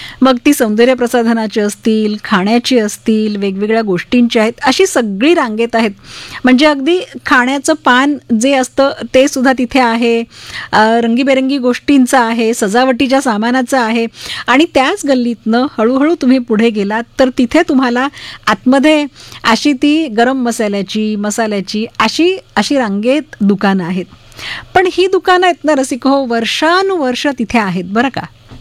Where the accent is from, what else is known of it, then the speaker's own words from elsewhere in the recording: Mumbai, Maharashtra, India; born there; आता हा भाग वेगळा आहे की तिथेच बरीच वर्ष वास्तव्य केल्याने त्या सगळ्या परिसराची ओळख आहे